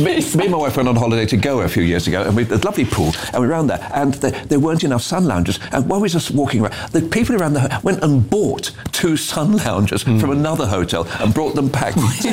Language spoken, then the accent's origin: English; United Kingdom